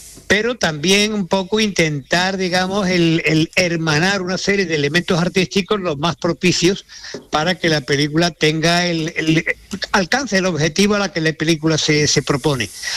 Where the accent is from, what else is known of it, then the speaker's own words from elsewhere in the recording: Andalusia, Spain; siendo nosotros, como somos andaluces, también con acento.